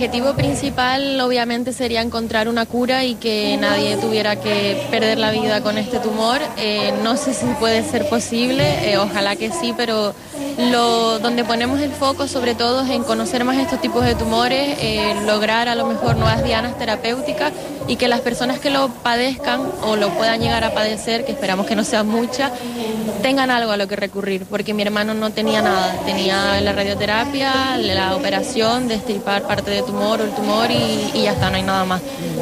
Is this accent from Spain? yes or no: yes; La Palma, Canary Islands, Spain; En La Palma, sí. Mi familia es chilena, pero nos criamos en La Palma. Mis padres se fueron cuando mi hermano tenía un año y pocos meses, y yo no había nacido, yo nací en La Palma. Y bueno, nos criamos ahí